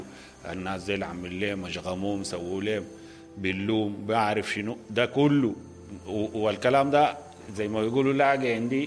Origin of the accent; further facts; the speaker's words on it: Sudan; للأسف جواه احنا كسودانيين بنحب نسمع الخطابات دي